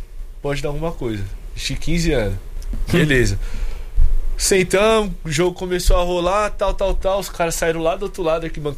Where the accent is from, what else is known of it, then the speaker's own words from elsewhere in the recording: Brazil; first language Portuguese; moved away as an adult; Aí eu falei, não, eu sou brasileiro.